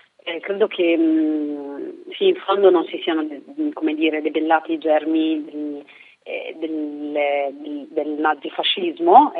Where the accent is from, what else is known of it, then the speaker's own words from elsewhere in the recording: Reggio Emilia, Emilia-Romagna, Italy; io sono di Reggio Emilia, mi sono affacciata all'università dovendomi spostare, facendo la pendolare a Bologna